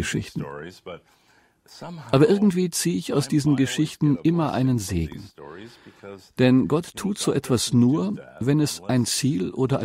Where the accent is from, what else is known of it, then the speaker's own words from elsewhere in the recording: Canada; now in Germany; denn diese Gefängnisse sind nicht annähernd so schön wie die hier in Deutschland oder in meinem Heimatland Kanada. In Kanada haben wir sogar Golfplätze im hinteren Teil der Gefängnisse.